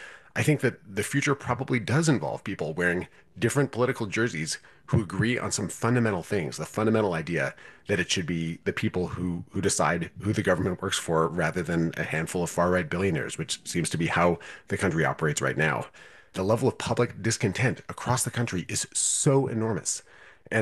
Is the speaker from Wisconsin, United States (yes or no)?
yes; Wisconsin, United States; including the progressive movement in my home state of Wisconsin, the capital P progressive movement.